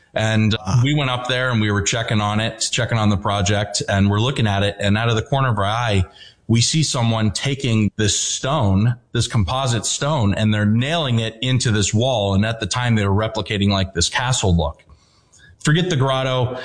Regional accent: Mid-Atlantic, United States; We're from the Mid-Atlantic.

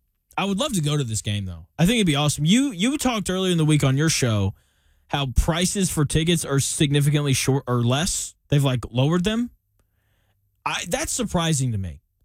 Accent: Murfreesboro, Tennessee, United States; also born or lived in Arkansas; growing up in Murfreesboro in Tennessee, we'd go to Florida sometimes

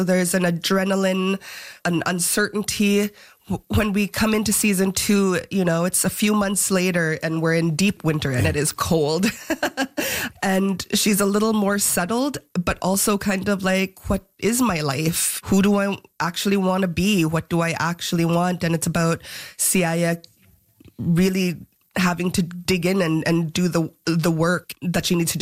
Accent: Igloolik, Nunavut, Canada; moved away; also born or lived in Iqaluit; both in my hometown of Hogloktok, where I grew up, and in Iqaluit.

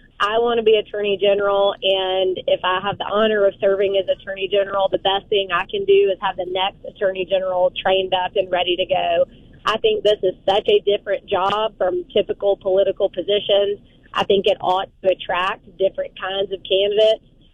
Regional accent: Selma, Alabama, United States; So I'm a eighth generation Dallas County girl, come from a long line of farmers. I grew up in Selma, so small town

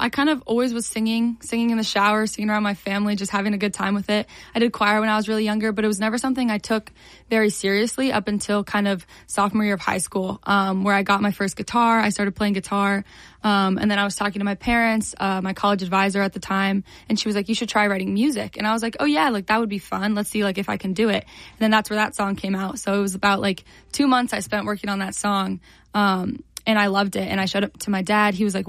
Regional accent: Vienna, Virginia, United States; moved away as an adult; now in Columbus, United States; I'm originally from Vienna, Virginia, which is like a small suburb right outside of D.C.

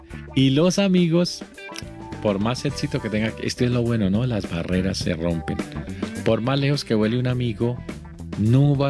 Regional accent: Colombia

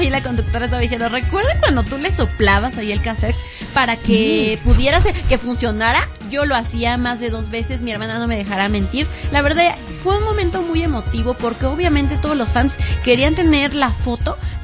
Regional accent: Mexico; Ya saben cómo somos el público mexicano.

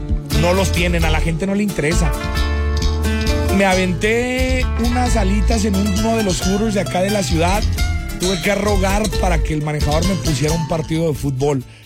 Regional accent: Mexico; Así somos los mexicanos escandalosos.

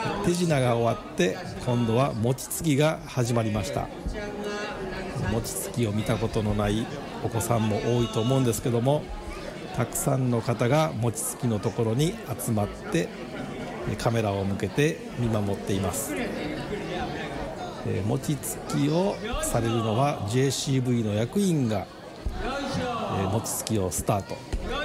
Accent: Kansai, Japan; now in Victoria, Canada; 私は関西人の出身なので

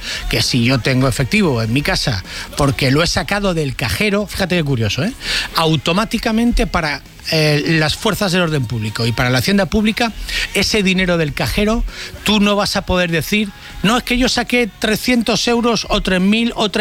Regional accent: Valencia, Valencian Community, Spain; born there

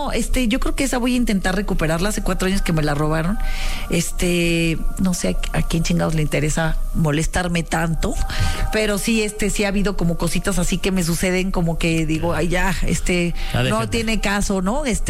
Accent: Mexico; Y soy mexicana, cabrón.

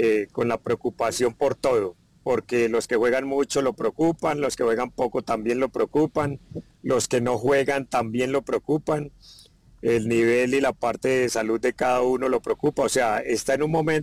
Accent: Colombia

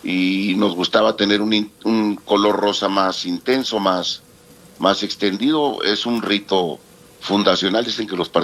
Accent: Mexico; En su momento todos somos mexicanos y deberíamos de evitar seguir polarizando a México

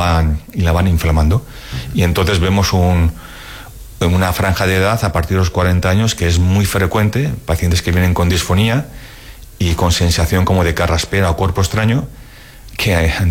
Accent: Alicante, Valencian Community, Spain; moved away; Yo soy de Alicante, trabajo allí muchos años

